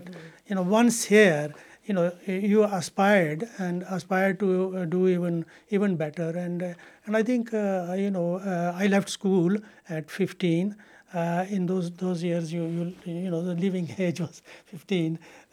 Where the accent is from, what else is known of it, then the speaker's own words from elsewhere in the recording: Kotli, Azad Kashmir, Pakistan; now in England; I come from the Mirpur division of Azad Kashmir, and when I left it, I mean, my area was rather backwater. Kotli was not a district. Kotli was a sub-district. But that's where I originally hail from.